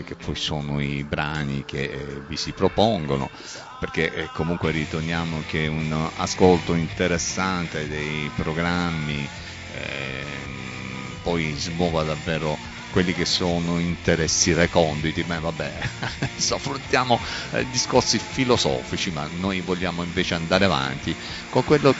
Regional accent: Apulia, Italy; siamo pure noi, se non so se lo avete capito o meno, anche noi siamo pugliese, insomma.

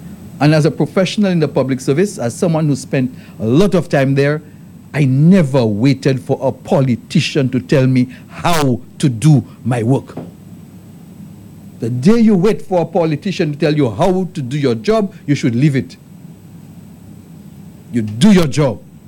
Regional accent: St. Lucia; I grew up in Babylon

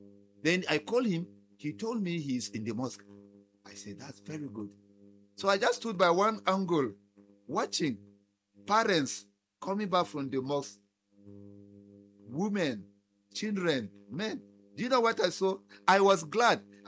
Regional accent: Plateau, Nigeria; now in Bauchi State, Nigeria; me, when I come from Plateau State

